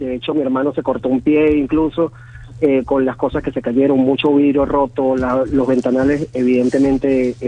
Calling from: Caracas, Capital District, Venezuela; Yo vivo en San Martín, en Caracas.

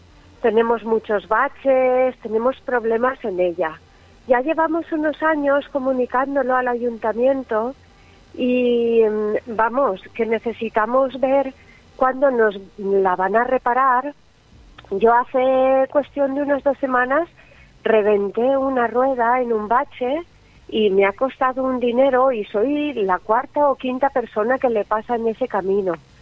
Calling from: Spain; somos unos vecinos de Rambla Baixa y Rambla Alta, que es una carretera que la tiene el ayuntamiento un poco descuidada.

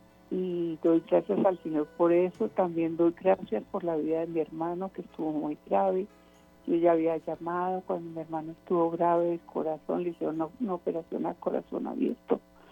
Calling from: Bogotá, Colombia; Estoy en Bogotá

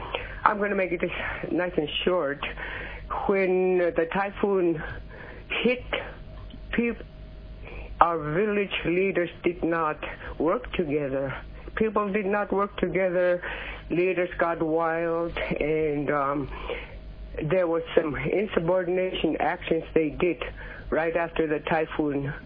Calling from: Kwigillingok, Alaska, United States; I'm from Guilinok.

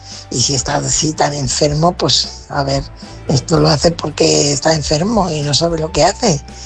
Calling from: Fuenlabrada, Community of Madrid, Spain; corresponsal de Fuenlabrada.

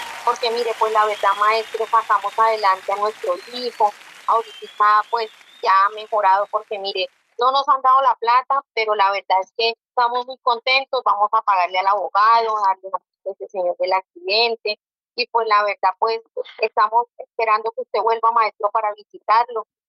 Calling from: Samacá, Boyacá, Colombia; Samacá, Boyacá

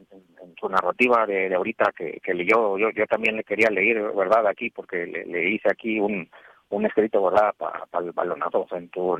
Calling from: Apodaca, Nuevo León, Mexico; de Apodaca.

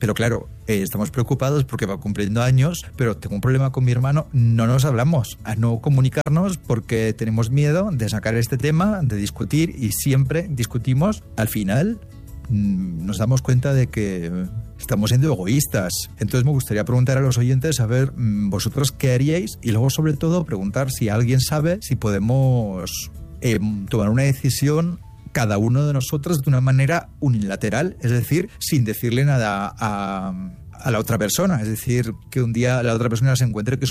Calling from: Madrid, Community of Madrid, Spain; Yo vivo en Madrid

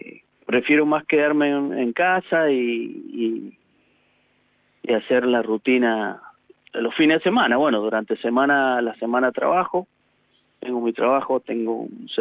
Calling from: San Martín, Mendoza, Argentina; de San Martín, Mendoza.

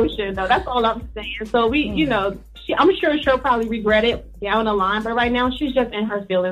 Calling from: Smyrna, Delaware, United States

